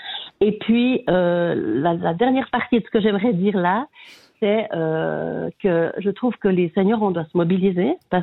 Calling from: Fribourg, Switzerland; J'appelle de Fribourg.

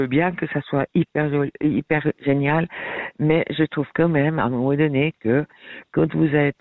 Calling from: Vaud, Switzerland; Oh, j'habite dans le canton de Vaud

